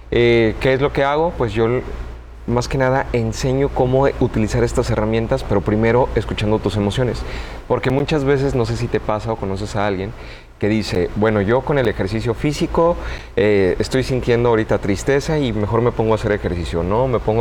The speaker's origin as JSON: {"language": "Spanish", "country": "Mexico", "said": "Fernando y yo estamos, que somos mexicanos"}